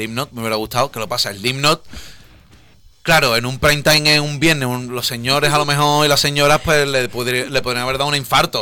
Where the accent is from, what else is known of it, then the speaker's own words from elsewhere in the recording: Cádiz, Andalusia, Spain; Pero que yo soy de Cádiz.